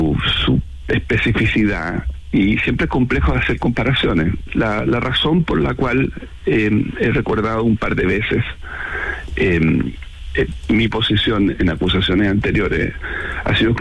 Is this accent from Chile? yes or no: yes; Chile; Yo, como ciudadano chileno